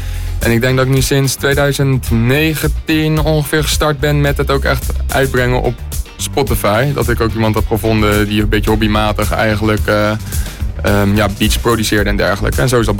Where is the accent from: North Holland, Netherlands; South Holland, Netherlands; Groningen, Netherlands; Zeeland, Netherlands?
South Holland, Netherlands; Reeuwijk; now in Spijkenisse, Netherlands; Ja, ik kom oorspronkelijk uit Reewijk. Dus dat ligt naast Gouda. Dat ligt net niet in Rijnmond. Maar momenteel ben ik eigenlijk woonzaam in Spijkenisse.